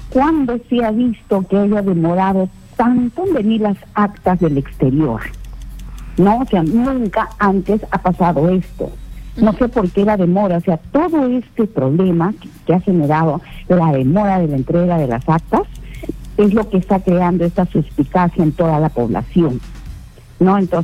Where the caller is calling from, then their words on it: Lima, Peru; llamo de Lima, de San Martín de Porres.